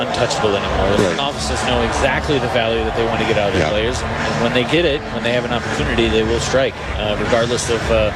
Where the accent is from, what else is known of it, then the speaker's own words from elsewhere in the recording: Illinois, United States; I was White Sox. So okay. I grew up on the South Side, and that was it.